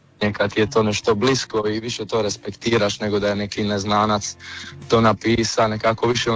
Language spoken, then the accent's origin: Croatian; Split-Dalmatia County, Croatia; mladi glazbenik koji živi za glazbu. Zapravo nisam točno iz Splita, nego zapravo sam rodom sa Brača.